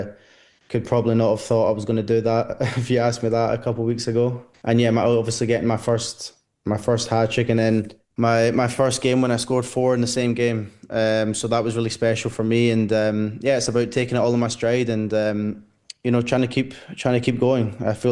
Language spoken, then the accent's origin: English; Glasgow, Scotland, United Kingdom; now in Sweden; I'm born and raised in Glasgow and yeah, I'm definitely Scottish.